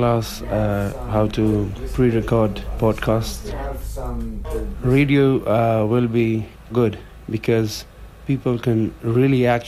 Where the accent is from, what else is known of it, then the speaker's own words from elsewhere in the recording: Afghanistan; English is a second language; moved away as an adult; now in Calais, France; I'm 32, and I'm from Afghanistan. I've been about 3 months in Calais Jungle.